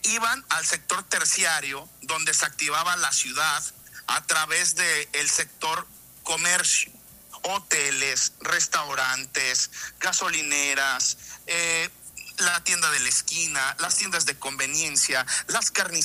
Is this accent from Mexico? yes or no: yes; Michoacán, Mexico; somos michoacanos en los cuales pertenecemos a nuestro Estado